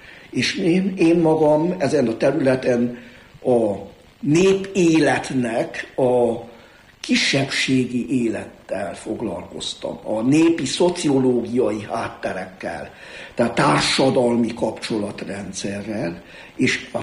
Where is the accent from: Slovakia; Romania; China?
Romania; Székely Land; born or raised there; now in Hungary